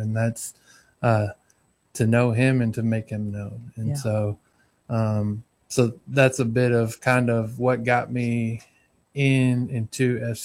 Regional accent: Miami, Florida, United States; Cause I grew up in Miami where, as a youth

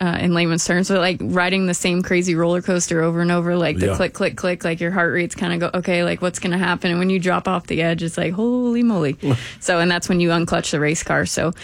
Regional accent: Texas, United States; I took Spanish, not French. I'm from Texas.

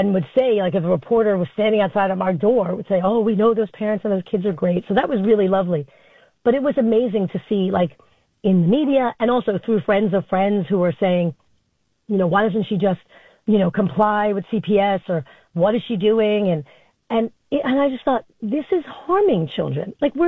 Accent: Flushing, New York, United States; So, like, when I was six, I walked home. I grew up in Flushing. I'd walk home from the park all the time.

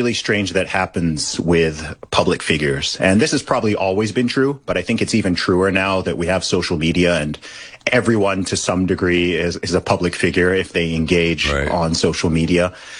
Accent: United Kingdom; certainly as a Brit, many people in the UK kind of think of Canada as the nicer, friendlier, less crazy version of America.

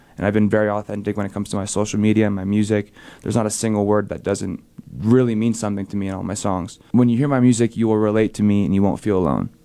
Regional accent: Anna Maria Island, Florida, United States; We're from Anna Maria Island, Bradenton in Florida.

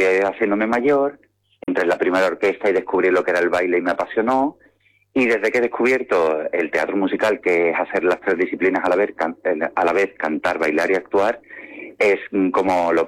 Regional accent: Palma del Río, Andalusia, Spain; Exactamente, y no quiero que se me quite porque es que adoro mi tierra, adoro mi Palma, adoro mi Córdoba y adoro Andalucía entera.

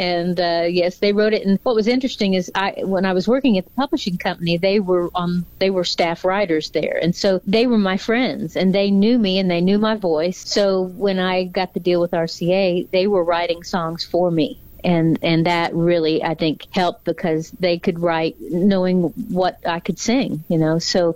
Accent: Kokomo, Indiana, United States; moved away as an adult; now in Nashville, United States; Well, you know, I grew up in the Midwest. I grew up in Kokomo, Indiana, which is in the northern half of the state.

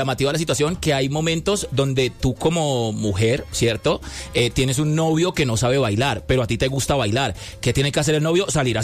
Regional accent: Cali, Valle del Cauca, Colombia; mis dotes de caleño

